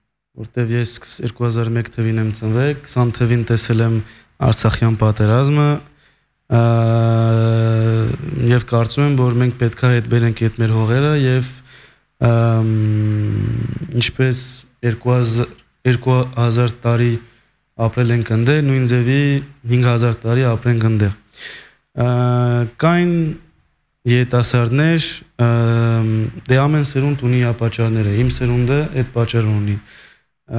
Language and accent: Armenian; Lyon, Auvergne-Rhône-Alpes, France; ես Լյոնից եմ, Լյոնից մի կես ժամ կամ մի քաղաք Վիեն